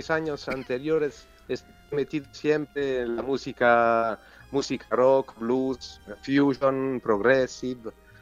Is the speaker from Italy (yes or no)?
yes; Rome, Lazio, Italy; Spanish is a second language; Así es, de Romatitlán. Aquí somos.